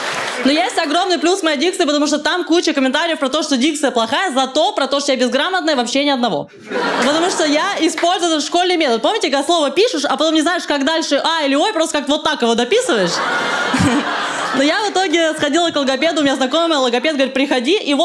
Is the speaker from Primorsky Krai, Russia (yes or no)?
no; Moscow, Russia; Я москвичка, я всю жизнь живу в Москве. Я люблю свой город, реально.